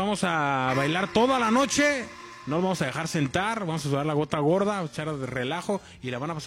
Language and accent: Spanish; Guadalajara, Jalisco, Mexico; Soy tapatío.